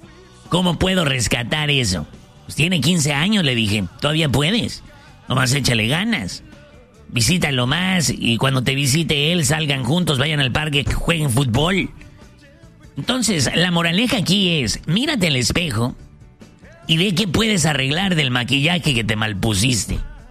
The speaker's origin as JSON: {"language": "Spanish", "town": "Ciudad Obregón", "region": "Sonora", "country": "Mexico", "said": "Yo soy de Ciudad Obregón"}